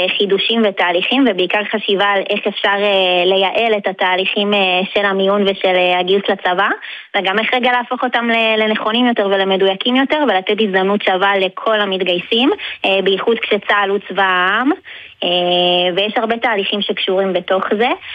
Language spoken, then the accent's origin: Hebrew; Kfar Hananya, Northern District, Israel; born there; אז אני במקור מהצפון, מישהו שנקרא כפר חנניה